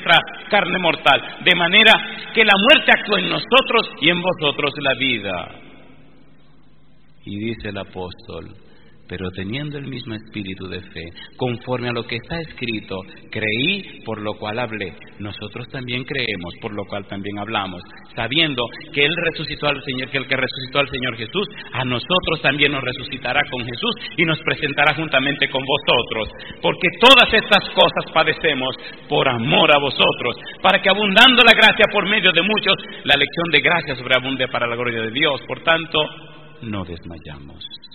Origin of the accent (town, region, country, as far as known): Dominican Republic